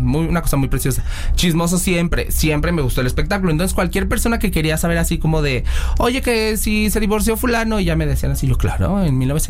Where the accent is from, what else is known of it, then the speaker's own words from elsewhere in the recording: San Cristóbal de las Casas, Chiapas, Mexico; now in Mexico City, Mexico; yo viví en mi pueblo, Deli, allá en San Cristóbal de las Casas, entonces yo así, comiéndome mi tamal de chipilín e informándole a la nación, y desde allá pegó.